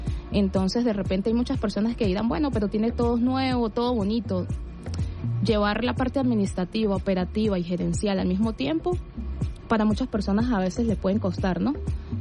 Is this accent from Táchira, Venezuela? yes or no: yes; Táchira, Venezuela; also born or lived in Caracas; sí vengo de Táchira. Nací en Caracas. Mi familia desde muy pequeña me llevó a Táchira y evidentemente allí me crié, por eso es que de repente físicamente soy caraqueña, pero si hablo, ya no.